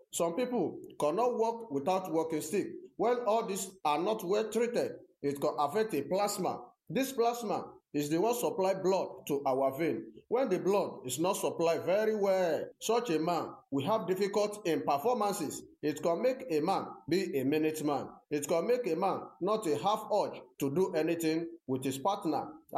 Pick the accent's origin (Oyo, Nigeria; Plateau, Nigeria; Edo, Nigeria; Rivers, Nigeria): Oyo, Nigeria; now in Enugu, Nigeria; I'm from Oyo State in Oyo Town. I'm participating at ongoing Aba Fair taking place inside ESBS radio station here in Enugu.